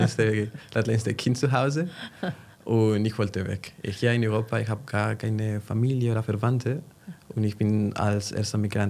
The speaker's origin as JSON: {"language": "German", "country": "Colombia", "lives_now": "Leipzig, Germany", "said": "Ich heiße … ich komme aus Kolumbien allerdings."}